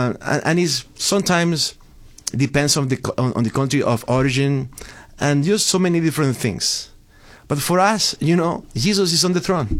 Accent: Venezuela; also born or lived in New England / Boston; now in Pittsburgh, United States; I am originally from Venezuela, and my wife and I were in New England, in the New England area, Rhode Island, Connecticut, Massachusetts. We were there for about 10, 12 years.

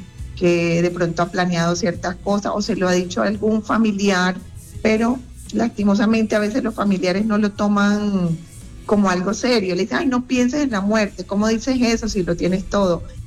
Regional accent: Cartagena, Bolívar, Colombia; yo soy de Cartagena, pero lastimosamente no vivo en Cartagena, pero feliz.

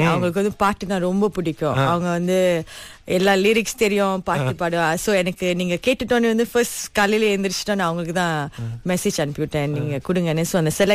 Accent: Kuala Lumpur, Malaysia; அம்மா வந்து பிணைங்கள உள்ளவங்க, கல்யாணம் பண்ணி அம்மா கேலுக்கு வந்துட்டாங்க. சோ நான் பிறந்து வளர்ந்தது எல்லாமே வந்து கோலாலம் போலதான்.

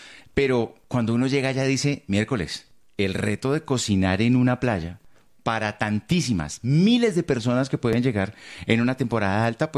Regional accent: Colombia; Estuvimos en un paseo obligado para quienes crecimos en Colombia y es ir a Playa Blanca.

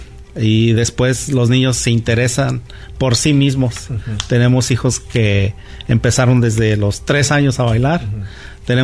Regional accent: Oaxaca, Mexico; now in United States; De la que empezamos aquí en Estados Unidos, pero venimos de México, de Oaxaca, y ahí cuando éramos niños

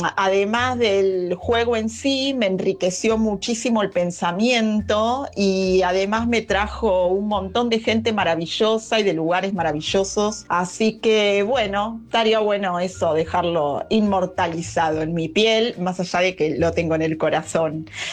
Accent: Temperley, Buenos Aires Province, Argentina; Buenas noches … de Temperley.

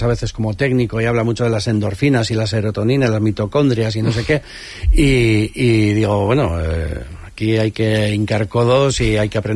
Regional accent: Errenteria, Basque Country, Spain; also born or lived in San Sebastián; Yo nací en el barrio de Gros y tengo mucho vínculo con Donosti porque al final soy vecino de Rentería

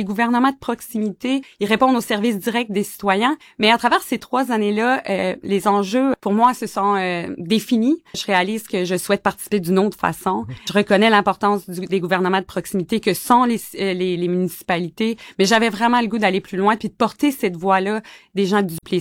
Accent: Havre-Saint-Pierre, Quebec, Canada; Donc, c'est pour ça que c'était clair que je voulais revenir chez moi, à Saint-Pierre.

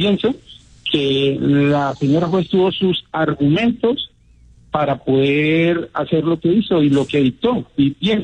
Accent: Colombia; Entonces, todos somos colombianos.

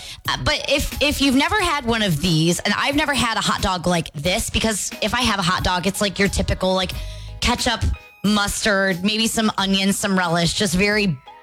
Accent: Midwest, United States; as a Midwesterner

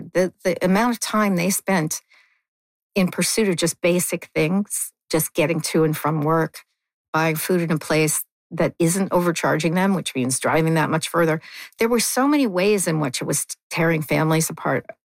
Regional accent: Canada; As a Canadian, you need to remember this

